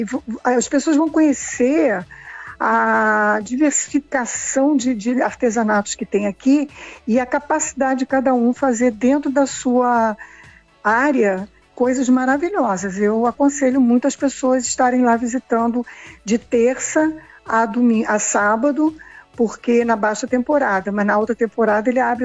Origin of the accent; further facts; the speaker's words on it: Rio de Janeiro, Brazil; moved away as an adult; now in São Pedro da Aldeia, Brazil; Eu sou do Rio de Janeiro, mas aí eu optei vir para o Paraíso.